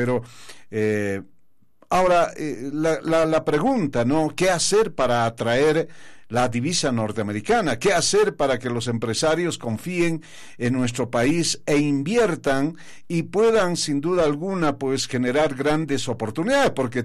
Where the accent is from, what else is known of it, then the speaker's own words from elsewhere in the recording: Potosí, Bolivia; Y los potosinos ya sabemos sobre los riesgos de estos arbitrajes.